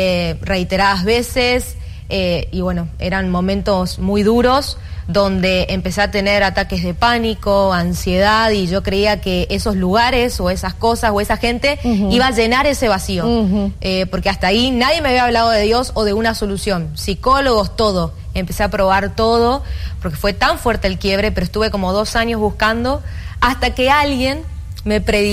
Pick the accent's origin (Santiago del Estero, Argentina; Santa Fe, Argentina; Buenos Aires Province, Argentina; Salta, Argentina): Santa Fe, Argentina; Bueno, yo soy de Argentina, soy de una provincia que se llama Santa Fe, nací allá. Y bueno, tengo 28 años actualmente.